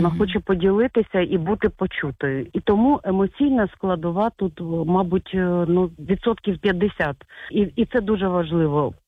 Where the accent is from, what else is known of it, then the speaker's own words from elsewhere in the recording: Kherson, Kherson Oblast, Ukraine; also born or lived in Left bank of the Dnipro, Kherson Oblast; я на лівобережжі народилася, зростала в Херсоні